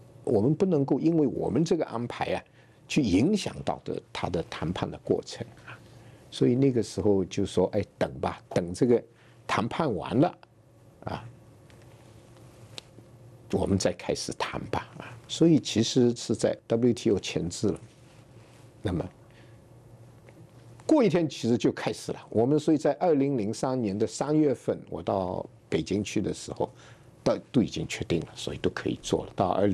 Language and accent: Chinese; Hong Kong; 我们都是中国人，境外啊，境外。那么第二呢，就是说，这个我们香港的说，我们不是境外